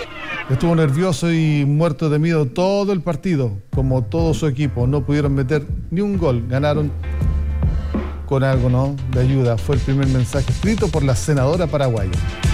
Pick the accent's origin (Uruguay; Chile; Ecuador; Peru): Chile